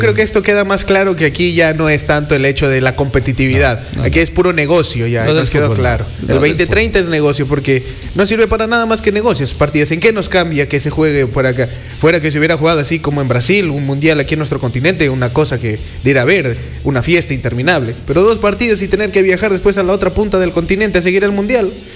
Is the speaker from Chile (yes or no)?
no; Ecuador